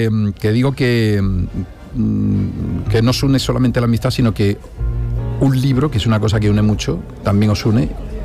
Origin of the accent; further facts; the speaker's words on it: Córdoba, Andalusia, Spain; Yo de Córdoba.